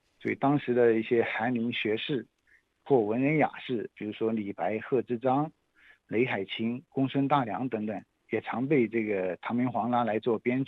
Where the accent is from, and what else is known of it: China